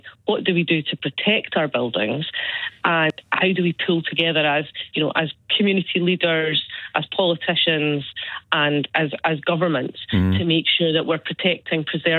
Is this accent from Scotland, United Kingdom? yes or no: yes; Livingston, Scotland, United Kingdom; as somebody that's born and bred in Livingston, that has often gotten forgotten about between, you know, Scotland's two big cities, I feel those comments profoundly